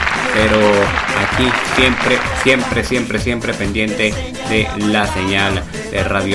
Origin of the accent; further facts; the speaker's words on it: Venezuela; moved away